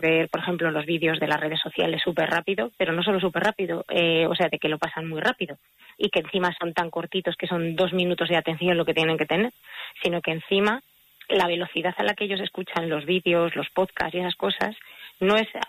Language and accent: Spanish; Castilla-La Mancha, Spain; born there; Celia es de mi pueblo, de Arcilla